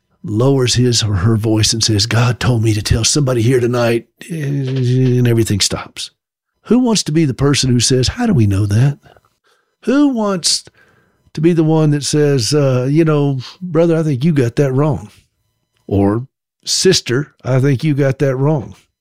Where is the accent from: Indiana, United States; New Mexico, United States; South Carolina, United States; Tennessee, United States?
South Carolina, United States; born or raised there